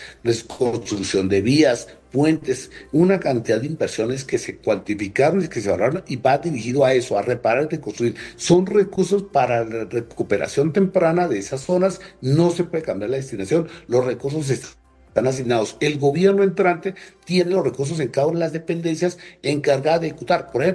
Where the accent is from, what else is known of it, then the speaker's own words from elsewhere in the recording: Colombia; como colombianos hacemos una veeduría